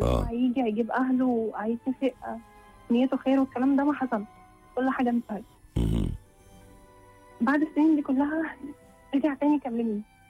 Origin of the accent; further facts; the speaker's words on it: Cairo, Cairo Governorate, Egypt; انا من القاهرة